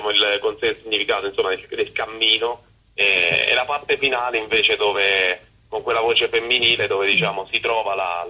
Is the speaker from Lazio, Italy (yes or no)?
no; Abruzzo, Italy; io vengo dall'Abruzzo, Val di Sangro, zona Val di Sangro in Abruzzo